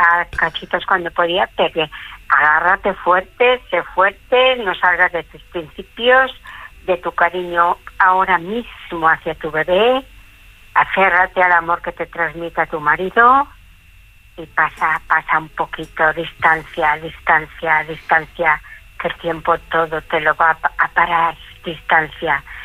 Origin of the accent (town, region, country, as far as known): León, Castile and León, Spain